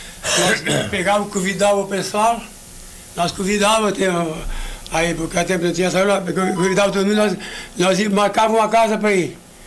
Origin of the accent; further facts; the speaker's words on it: Brazil; eu me criei no Baixio, morava no Baixio ali.